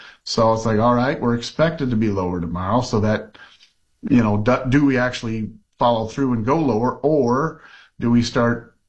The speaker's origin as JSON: {"language": "English", "region": "Oregon", "country": "United States", "said": "I'm from Oregon"}